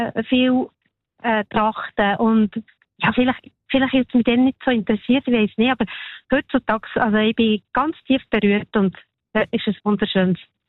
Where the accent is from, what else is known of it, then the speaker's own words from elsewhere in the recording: Bern, Switzerland; Ich bin aus dem Bernbiet, doch. Mhm. Ich kenne Viehschau auch von früher aus unserem Dorf.